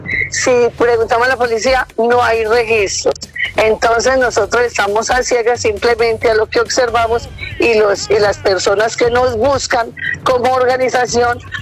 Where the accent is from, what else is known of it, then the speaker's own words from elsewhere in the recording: Arauca, Caldas, Colombia; especialmente en mi pueblo Arauca